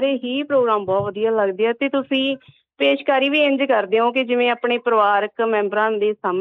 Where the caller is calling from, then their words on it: Bathinda, Punjab, India; ਮੈਂ ਬਠਿੰਡੇ ਤੋਂ ਗੱਲ ਕਰ ਰਹੀ ਹਾਂ